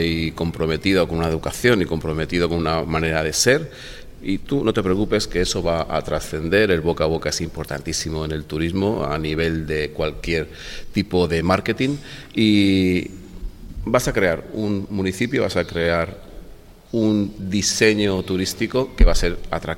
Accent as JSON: {"language": "Spanish", "town": "Benidorm", "region": "Valencian Community", "country": "Spain", "tie": "born or raised there", "said": "Mira, yo soy nacido en Benidorm y me he criado en la playa de Benidorm y su arena."}